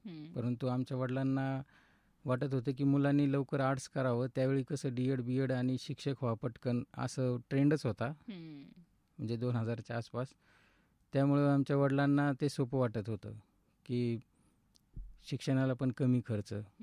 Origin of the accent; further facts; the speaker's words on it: Shivli, Maharashtra, India; moved away as an adult; now in Ahilyanagar, India; मी मूळचा शिवली गाव, तालुका जिल्हा जालना, आणि माझं बालपण शिवली गावातच गेलं। 10वीपर्यंत शिक्षण माझं जिल्हा परिषद शिवली या ठिकाणी झालेलं आहे, आणि पुढे मी जालना या ठिकाणी माझं ग्रॅज्युएशन केलं आहे